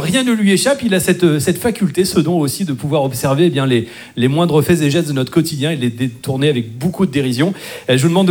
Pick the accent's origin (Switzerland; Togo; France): France; Hauts-de-France; je suis un ch'ti. Alors je sais, au premier coup d'œil, ça se voit pas tout de suite, mais il y a toujours un parmésien pour me dire « C'est marrant … t'es un ch'ti et t'as pas d'accent. »